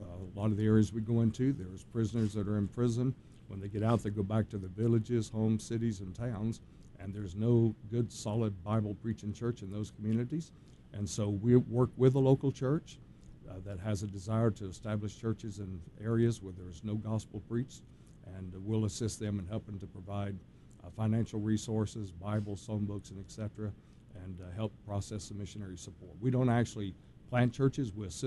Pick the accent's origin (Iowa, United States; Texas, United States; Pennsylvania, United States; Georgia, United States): Georgia, United States; Born and raised in the South, in the North Georgia area.